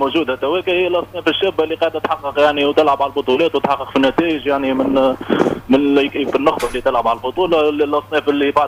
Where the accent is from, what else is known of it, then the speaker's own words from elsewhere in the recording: Sfax, Sfax Governorate, Tunisia; الام في صفاقس هي نادي رياضي صفاقسي معناتها بما لا شك فيه معناها ما هي تقدم ساقي الدير هي الجمعيه اللي في حومتي